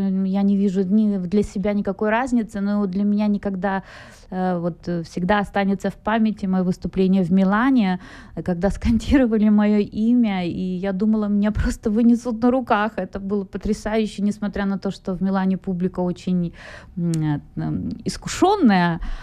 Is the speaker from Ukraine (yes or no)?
yes; Odesa, Odesa Oblast, Ukraine; also born or lived in Germany; Ну, родилась я не в Одессе, я родилась в Германии, у меня отец служил там. Вот, и затем мы переехали в Одессу, вернулись к маме на родину, и вот всю жизнь я училась там, жила и...